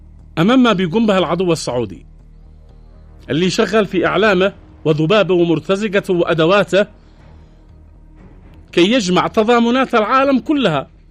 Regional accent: Yemen

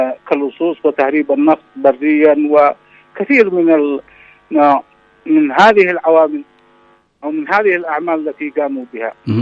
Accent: Yemen; ومن الإساءة لنا كيمنيين ولملايين اليمنيين

